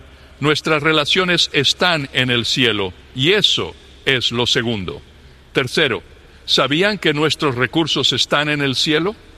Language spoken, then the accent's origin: Spanish; Toledo, Ohio, United States; born there